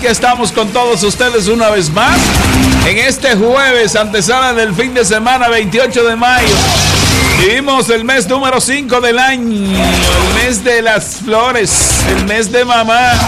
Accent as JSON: {"language": "Spanish", "town": "La Isabela", "region": "Puerto Plata", "country": "Dominican Republic", "said": "desde mi tierra, la Isabela histórica"}